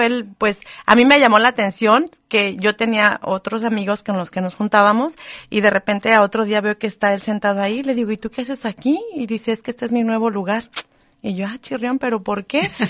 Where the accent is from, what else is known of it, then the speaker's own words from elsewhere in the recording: Guadalajara, Jalisco, Mexico; somos de Guadalajara, pertenecemos a la parroquia de San José de Sacramento